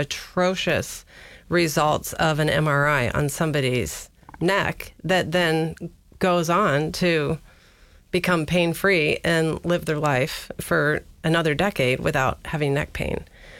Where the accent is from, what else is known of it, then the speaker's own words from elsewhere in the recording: Gakona, Alaska, United States; Originally, I grew up in Gakona, Alaska.